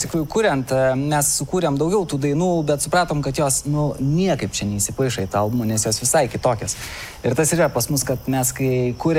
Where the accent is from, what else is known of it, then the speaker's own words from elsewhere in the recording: Šiauliai, Šiauliai County, Lithuania; Tai Šiauliai visada buvo namais ir mes visada pabrėžėm iš tikrųjų, kad mes esam iš Šiaulių, todėl kad mums tai yra svarbu, mums tas miestas yra svarbus ir mes ten galų galiai repetuojam, ten mūsų tokia kaip ir namai